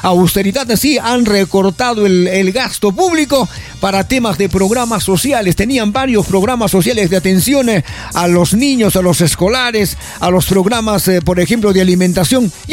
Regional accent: Peru

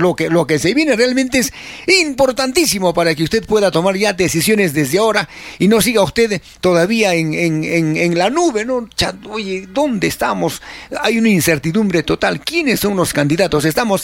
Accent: Arequipa, Peru; Arequipa nuestra

